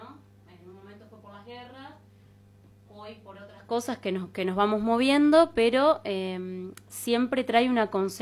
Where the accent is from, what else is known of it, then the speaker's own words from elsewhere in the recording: Buenos Aires, Argentina; moved away; como nosotros, con Juan, que venimos de Buenos Aires, que tenemos otra cultura, otra forma de pensar